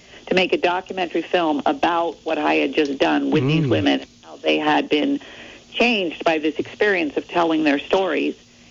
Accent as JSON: {"language": "English", "town": "Middlebury", "region": "Vermont", "country": "United States", "tie": "born or raised there", "said": "Yeah, well, I grew up in Middlebury, Vermont."}